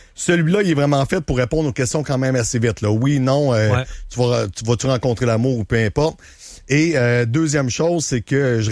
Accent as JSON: {"language": "French", "town": "Saint-Georges", "region": "Quebec", "country": "Canada", "tie": "born or raised there", "said": "Je viens de la Beauce, hein, tu savais?"}